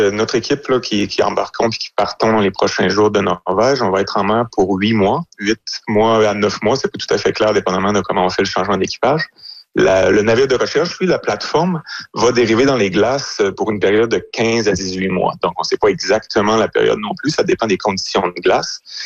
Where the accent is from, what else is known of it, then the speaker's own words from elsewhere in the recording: Quebec, Canada; Ah oui, moi, je viens de l'Abitibi, donc je suis habitué